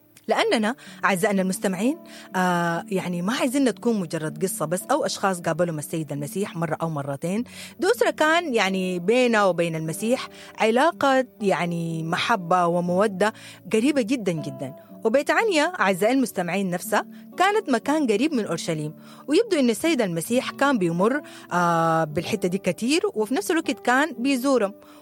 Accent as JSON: {"language": "Arabic", "country": "Sudan", "said": "إحنا كسودانيين"}